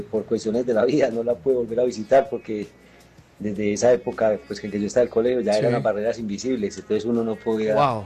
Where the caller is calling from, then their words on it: Itagüí, Antioquia, Colombia; Yo soy de Itagüí